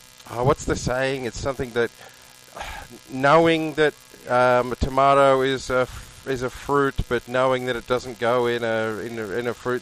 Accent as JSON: {"language": "English", "town": "Sydney", "region": "New South Wales", "country": "Australia", "moved": "yes", "lives_now": "Toronto, Canada", "said": "I'm from Sydney originally"}